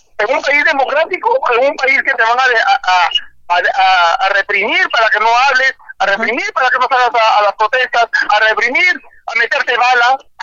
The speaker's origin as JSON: {"language": "Spanish", "country": "Peru", "said": "nuestra patria amada llamada Perú."}